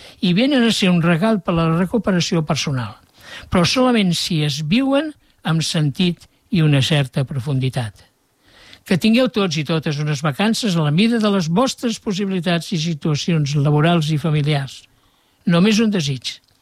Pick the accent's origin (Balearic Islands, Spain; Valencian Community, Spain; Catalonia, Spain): Catalonia, Spain; Bonastre; born there; la sardana que es diu Bonastre en relació al meu poble